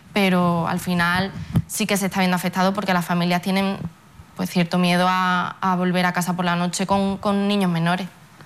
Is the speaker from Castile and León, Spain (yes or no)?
no; Ceuta, Spain; todos los que somos de Ceuta